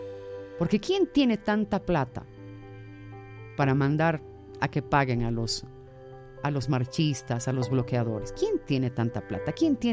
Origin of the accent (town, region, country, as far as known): Bolivia; now in La Paz, Bolivia